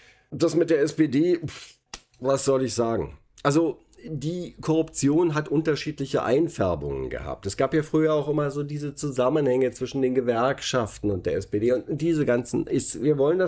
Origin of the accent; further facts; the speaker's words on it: Berlin, Germany; ich bin gebürtiger Berliner und 60 Jahre alt.